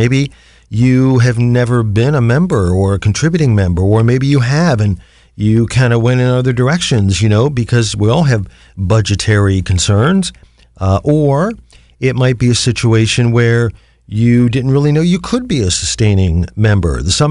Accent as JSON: {"language": "English", "town": "Canton", "region": "Ohio", "country": "United States", "tie": "born or raised there", "said": "non-commercial public radio for Akron and my hometown of Canton, the Hall of Fame city at 91.3 FM"}